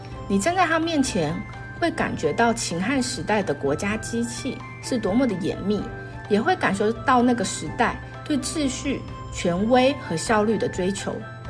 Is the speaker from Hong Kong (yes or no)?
no; Taiwan; Hello， 大家好，